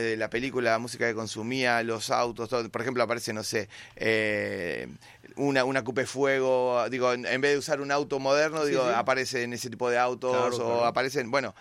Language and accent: Spanish; Argentina; born there; no de Buenos Aires, sino de mi pueblo del interior, de, sí, donde, sí, nací, sí, yo